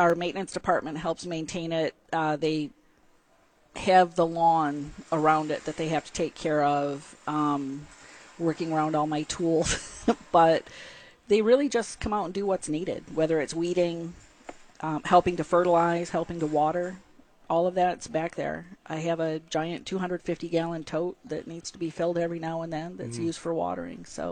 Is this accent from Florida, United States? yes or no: no; Saginaw, Michigan, United States; moved away; also born or lived in Virginia; So I've been I'll say back in the Tri-Cities area for the last year. I'm from Saginaw originally, but have lived away for about 30 years. And at my last home in Virginia